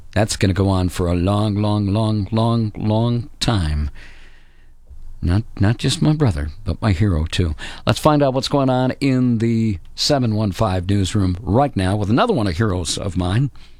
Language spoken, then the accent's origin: English; Red Wing, Minnesota, United States; moved away; Red Wing, my hometown